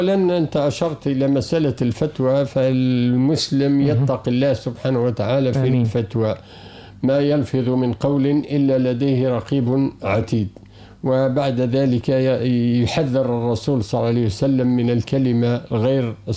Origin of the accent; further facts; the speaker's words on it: Bizerte, Bizerte Governorate, Tunisia; عندنا في بنزرت